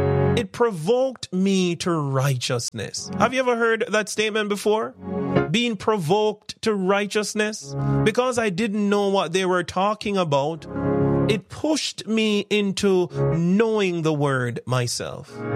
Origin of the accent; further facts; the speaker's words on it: Jamaica; also born or lived in Richmond Park, Kingston; I'm from St. John's Road.